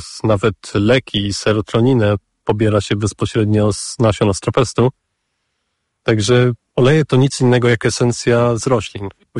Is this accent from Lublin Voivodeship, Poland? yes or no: yes; Zamość, Lublin Voivodeship, Poland; Jestem z Zamościa, nie? Umówmy się, to nie jest najbardziej perspektywiczne miejsce